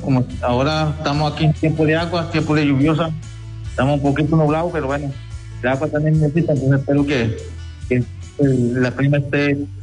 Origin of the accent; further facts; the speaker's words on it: Colombia; soy miembro de la Comunidad Arhuaca